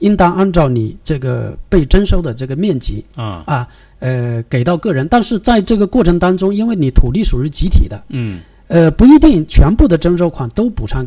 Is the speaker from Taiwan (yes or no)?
no; Hunan, China; moved away; 我老家是湖南的